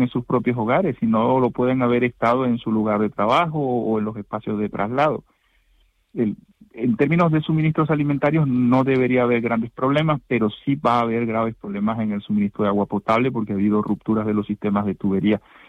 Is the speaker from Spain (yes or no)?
no; Venezuela; A veces, como venezolano, me pregunto qué habremos hecho mal nosotros, qué estamos pagando.